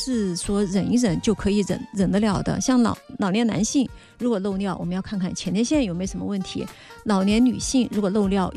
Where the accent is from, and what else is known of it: China